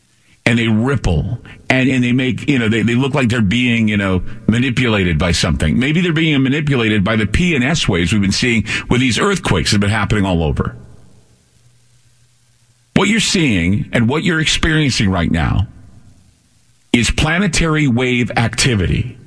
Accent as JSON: {"language": "English", "region": "Utah", "country": "United States", "moved": "yes", "said": "I'm from Utah originally."}